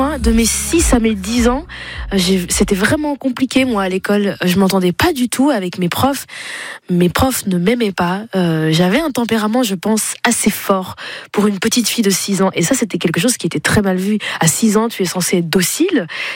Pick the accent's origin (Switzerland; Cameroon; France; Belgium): Belgium; Flanders; born or raised there